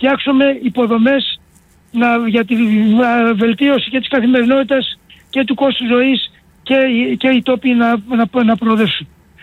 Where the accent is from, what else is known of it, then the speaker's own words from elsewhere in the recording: Chios, North Aegean, Greece; Ξέρετε πώς ο τόπος μου, επανέρχομαι, γιατί εντάξει, είμαι και βουλευτής του τόπου, της Χίου.